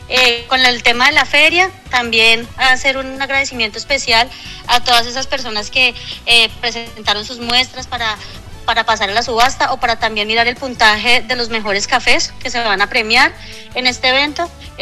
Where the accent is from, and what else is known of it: Planadas, Tolima, Colombia